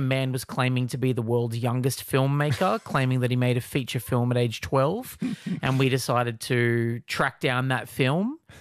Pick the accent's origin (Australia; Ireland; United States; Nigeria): Australia; Newcastle, New South Wales; rock and roll legend … was in my hometown of Newcastle, New South Wales